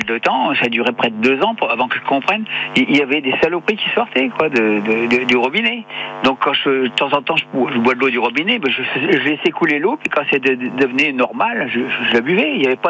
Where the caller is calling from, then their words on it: Bourgogne-Franche-Comté, France; Moi, je suis pas près de Dijon, hein. Je suis plutôt près de Lons-le-Saunier, à côté du Jura.